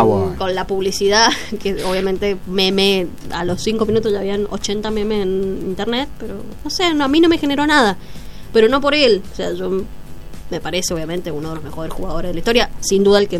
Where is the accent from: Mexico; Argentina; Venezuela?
Argentina; somos Argentina